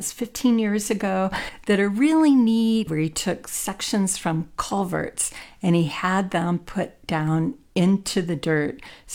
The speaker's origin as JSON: {"language": "English", "region": "Kentucky", "country": "United States", "tie": "born or raised there", "said": "But I grew up in Western Kentucky, and you don't amend"}